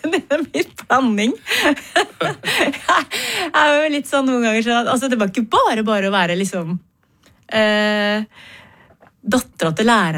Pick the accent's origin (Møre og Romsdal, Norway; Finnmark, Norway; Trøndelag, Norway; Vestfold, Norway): Vestfold, Norway; Re; Men jeg vokste opp i Re kommune på landet utenfor Tønsberg.